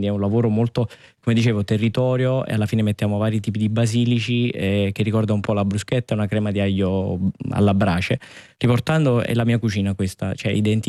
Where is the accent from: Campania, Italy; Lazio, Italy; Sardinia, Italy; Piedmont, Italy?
Campania, Italy; Naples; però io da napoletano sponsorizzo la pizza del centro storico